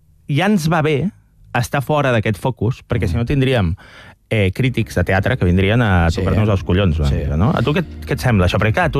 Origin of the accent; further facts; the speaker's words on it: Sabadell, Catalonia, Spain; Jo soc de Sabadell i convindrem que és una ciutat que també està bastant al mapa, diguéssim, del centralisme